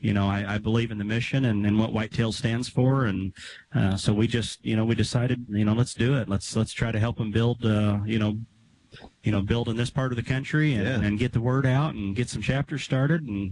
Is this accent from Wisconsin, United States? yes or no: no; California, United States; also born or lived in Illinois; The area I grew up in Southern California was a rural area when it started out. We had horses and, you know, there's farm ground and orange orchards around us.